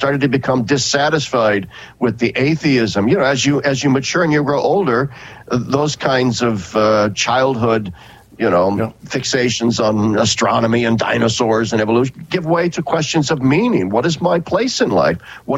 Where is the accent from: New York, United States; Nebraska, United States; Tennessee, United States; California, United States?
Nebraska, United States; Lincoln; You know, I'm originally from Lincoln, Nebraska, so people often assume that I knew a lot about farming just because I'm from an agricultural state, but I knew nothing. I knew absolutely nothing. I grew up in the city of Lincoln